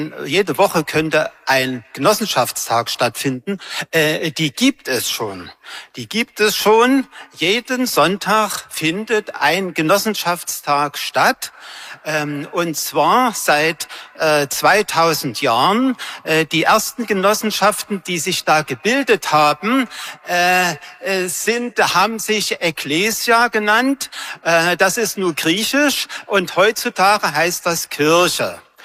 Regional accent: Leipzig, Saxony, Germany; ich komme aus Leipzig, bin hauptsächlich ABL-Mitglied.

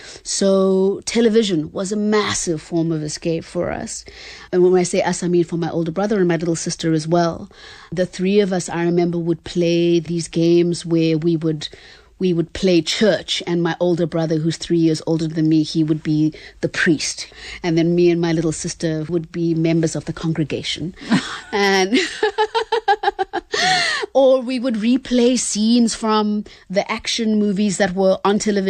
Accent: Eastern Cape, South Africa; born or raised there

